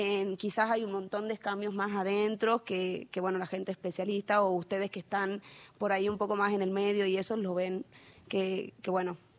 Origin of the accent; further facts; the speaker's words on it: San Pedro, Argentina; soy de San Pedro.